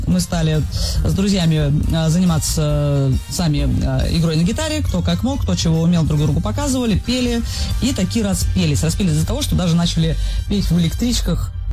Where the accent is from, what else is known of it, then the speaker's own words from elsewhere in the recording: Kaliningrad Oblast, Russia; Я родилась в Калининградской области, училась в школе в небольшом городке на побережье.